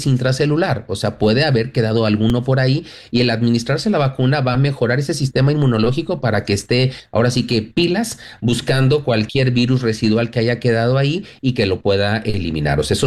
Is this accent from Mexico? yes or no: yes; Mexico; y yo soy mexicano y estoy consciente de que nuestra medicina tradicional